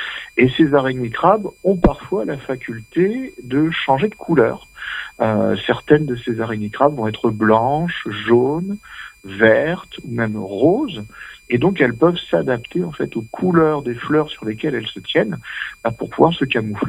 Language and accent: French; France; Chez nous, en France